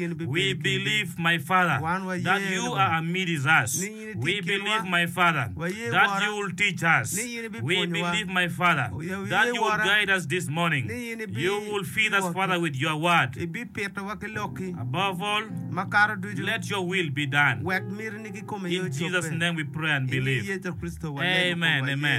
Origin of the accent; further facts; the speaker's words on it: Northern Region, Uganda; We are blessed as people of Northern Uganda